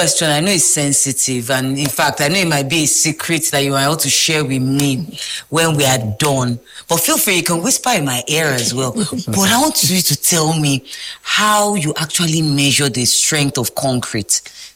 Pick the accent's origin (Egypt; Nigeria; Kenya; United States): Nigeria; I'm a Nigerian.